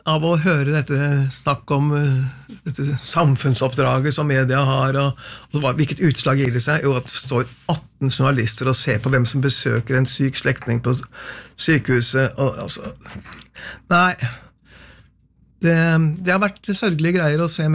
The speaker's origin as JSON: {"language": "Norwegian", "town": "Kløfta", "region": "Akershus", "country": "Norway", "tie": "born or raised there"}